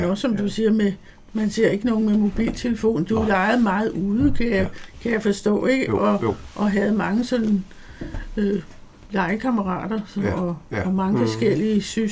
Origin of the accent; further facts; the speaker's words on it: Birkerød, Capital Region of Denmark, Denmark; selvom jeg ikke har haft min barndom i Rødovre, men i Birkerød